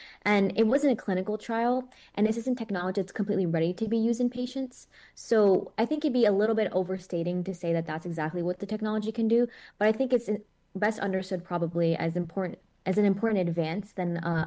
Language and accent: English; New York City, New York, United States; I'm from New York City.